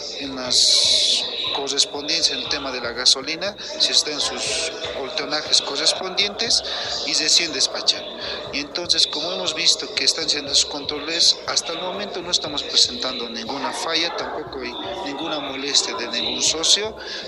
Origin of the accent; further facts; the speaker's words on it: Potosí, Bolivia; Nosotros, como somos del norte de Potosí, hemos coordinado con nuestro distrital de Potosí